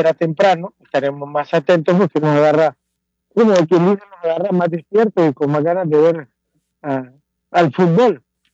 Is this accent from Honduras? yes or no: yes; Honduras; yo soy hondureño y vivo en Honduras